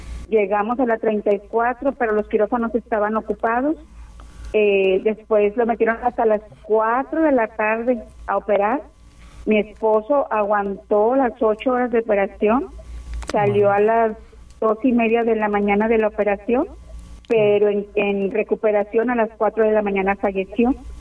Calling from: Monterrey, Nuevo León, Mexico; De aquí de Monterrey.

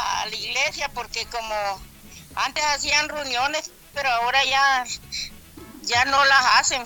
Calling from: Valle de Ángeles, Francisco Morazán, Honduras; aquí les hablo de Macuelizo, Valle de Ángeles.

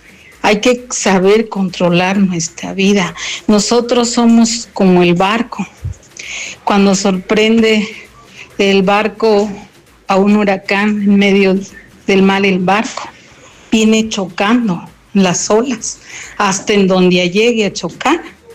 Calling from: Mexico; como mexicanos que somos.

